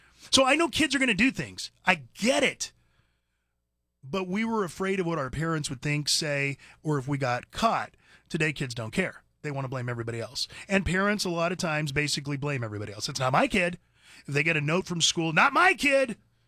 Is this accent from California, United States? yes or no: yes; Merced, California, United States; I grew up in California. I grew up in a town called Merced, about 40 miles north of Fresno in the San Joaquin Valley, Central Valley.